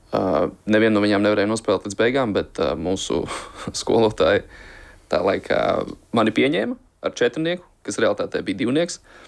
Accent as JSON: {"language": "Latvian", "town": "Ventspils", "region": "Ventspils Municipality", "country": "Latvia", "tie": "born or raised there"}